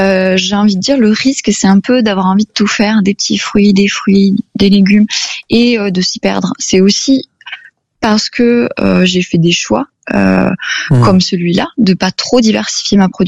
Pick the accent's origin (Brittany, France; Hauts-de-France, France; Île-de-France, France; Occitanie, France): Occitanie, France; moved away as an adult; Je suis née et j'ai grandi en Aveyron. Après, j'ai fait mes études à Toulouse, puis à Lille, dans le Nord, pour l'orthophonie. Et voilà. Donc, je suis revenue d'Amérique du Sud